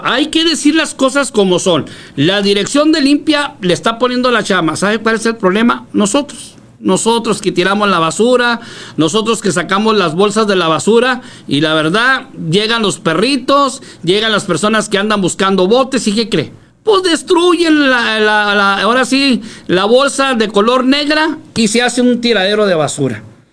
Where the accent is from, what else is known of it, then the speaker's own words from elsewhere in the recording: Ciudad Juárez, Chihuahua, Mexico; also born or lived in Mexico City; Ni yo no nací en Juárez, señora, yo nací en México, aquí me crié.